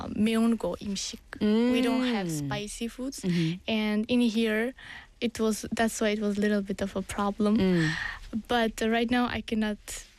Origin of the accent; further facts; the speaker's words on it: Bukhara, Bukhara Region, Uzbekistan; English is a second language; moved away as an adult; now in Busan, South Korea; I am from Bukhara